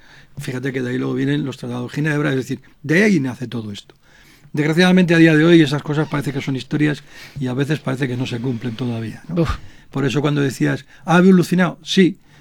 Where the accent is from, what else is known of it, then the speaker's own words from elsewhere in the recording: Madrid, Community of Madrid, Spain; La gente que somos de Madrid, no se nos puede olvidar la calle Fúcar, en la calle Huertas